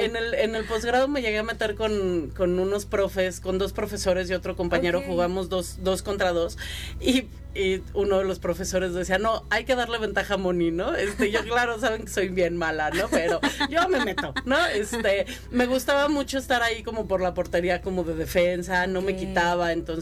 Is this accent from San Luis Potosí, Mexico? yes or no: yes; San Luis Potosí, Mexico; also born or lived in Mexico City; Mira, yo nací en Ciudad de México, me vine a San Luis muy chica.